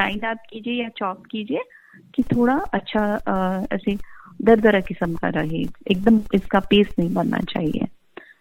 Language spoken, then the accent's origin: Hindi; Rajasthan, India; now in Bangalore, India; दाल बाटी के साथ हम राजस्थानी लोगों को कुछ तो चटकारा चाहिए